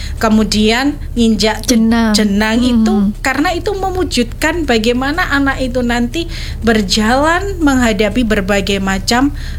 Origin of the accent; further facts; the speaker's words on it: Java, Indonesia; tidak semua orang tahu seperti budaya kita Jawa seperti ini